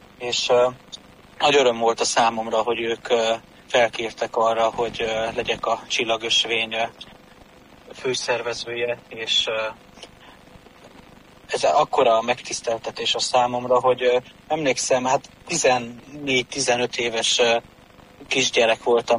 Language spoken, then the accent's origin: Hungarian; Transylvania, Romania; moved away as an adult; now in Siófok, Hungary; Én is erdélyi gyerek vagyok.